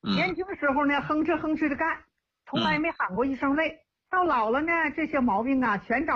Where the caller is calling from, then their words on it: Jiangsu, China; 我家是江苏的。